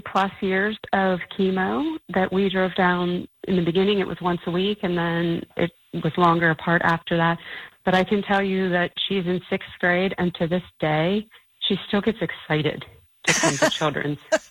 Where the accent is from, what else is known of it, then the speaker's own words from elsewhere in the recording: Erie, Pennsylvania, United States; I'm from Erie.